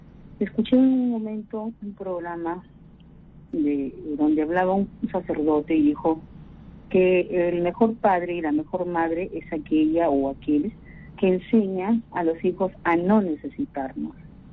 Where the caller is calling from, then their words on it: Ventanilla, Callao, Peru; de Ventanilla.